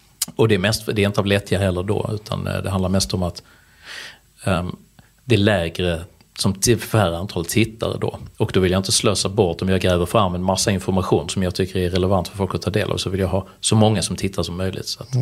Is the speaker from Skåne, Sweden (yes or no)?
yes; Malmö, Skåne, Sweden; born there; Född i Malmö 1975.